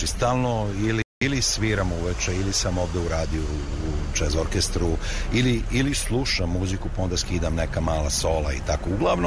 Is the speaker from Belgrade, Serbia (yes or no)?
yes; Belgrade, Serbia; born there; Pa, rođen sam u Beogradu i počeo sam da razmišljam o muzici još kao mali